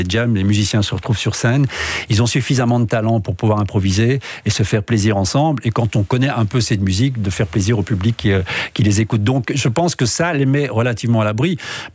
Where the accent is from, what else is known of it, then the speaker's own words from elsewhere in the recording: Rome, Lazio, Italy; Voilà, je suis originaire en fait de Rome.